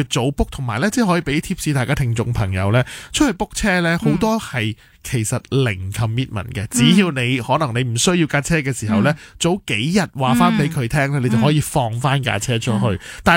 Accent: Hong Kong; 我哋香港人

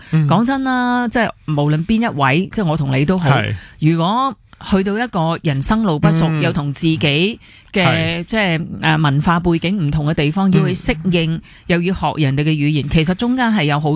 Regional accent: Hong Kong; 因为我哋土生土长，我哋好熟噶嘛

